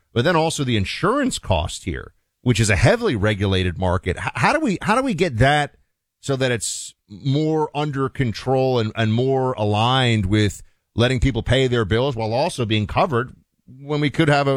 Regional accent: Florida, United States; So you are running as running for governor in Florida, my home state here

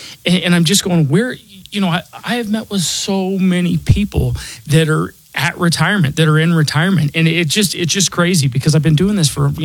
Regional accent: Denver, Colorado, United States; I was born and raised here in Denver, and I've seen this city, this town, this state just blow up.

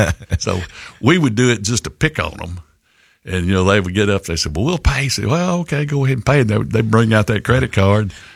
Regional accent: Cullman, Alabama, United States; growing up in Coleman

